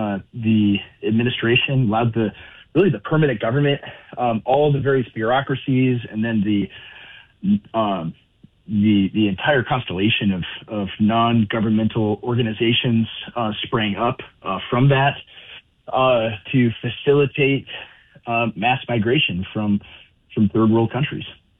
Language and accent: English; Minnesota, United States; in my home state of Minnesota